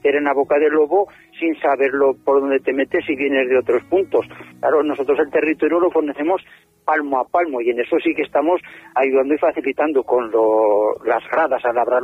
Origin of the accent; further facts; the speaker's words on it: Luesia, Aragon, Spain; Sí, sí, soy de aquí de Luesia, sí. Tengo mi explotación aquí en Luesia.